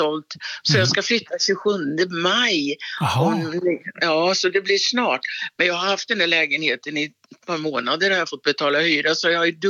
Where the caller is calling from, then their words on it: Åby, Sweden; jag har mina vänner där och jag är från Åby.